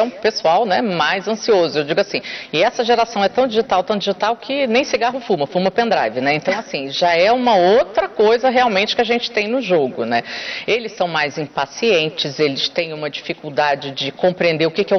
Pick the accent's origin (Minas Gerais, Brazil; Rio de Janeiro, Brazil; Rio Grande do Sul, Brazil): Rio de Janeiro, Brazil; Eu sou do Rio, ela é de lá, subia morro para dar aula de inglês e creche de morro.